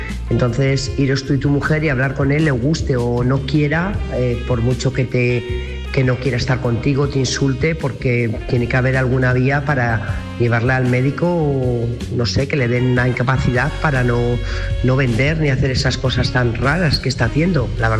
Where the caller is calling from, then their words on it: Burgos, Castile and León, Spain; corresponsal de Burgos.